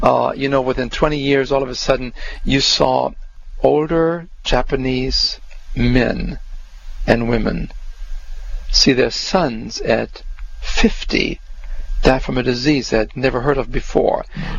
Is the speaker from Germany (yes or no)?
yes; Germany; You know, we had nothing when I grew up in Germany after the war. We had nothing.